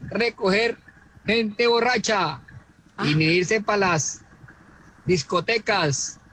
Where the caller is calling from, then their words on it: Neiva, Huila, Colombia; desde Neiva, desde la capital bambuquera.